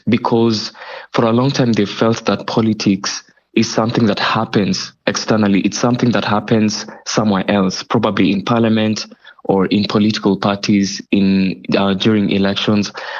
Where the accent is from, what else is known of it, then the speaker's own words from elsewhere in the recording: Kenya; I would say, you know, being Kenyan, Kenyans are currently